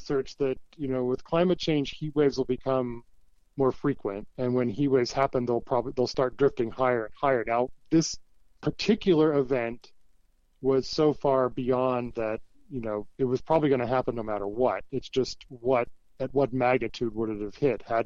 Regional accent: West Coast, United States; also born or lived in Port Angeles, Washington; My dad was Coast Guard, so we moved around a bit as a kid, you know, transferred around, but mostly West Coast. And then, so I kind of say I grew up on the Pacific Coast, you know, Washington, Oregon, California

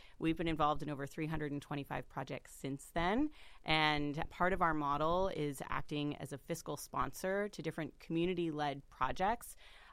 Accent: Vancouver, British Columbia, Canada; now in Seattle, United States; I just moved to Seattle during the pandemic. I'm from Vancouver, BC originally, and I wanted to kind of get back to the Pacific Northwest.

